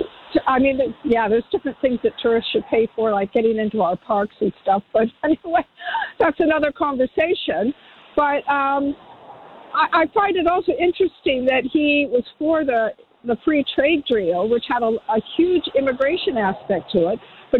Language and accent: English; Canada; now in New Zealand; even though I'm Canadian, or was, you know, coming here, there is different cultural norms here.